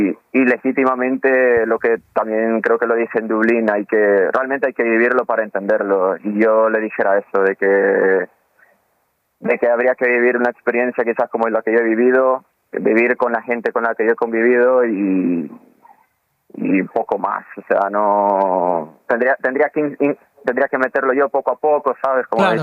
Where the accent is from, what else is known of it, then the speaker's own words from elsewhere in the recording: El Salvador; moved away as an adult; now in Ávila, Spain; yo el Betis ya lo conocía, como te decía, desde pequeño en El Salvador.